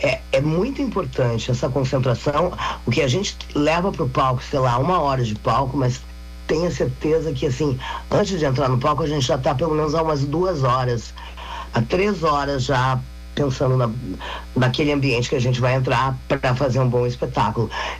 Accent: Rio Grande do Sul, Brazil; now in São Paulo, Brazil; nós somos gaúchos, ele veio para o Rio, eu fui morar em São Paulo

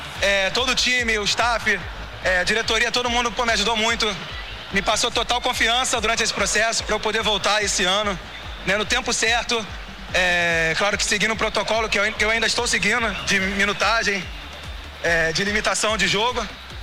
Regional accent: Rio de Janeiro, Brazil; eu sou do Rio de Janeiro

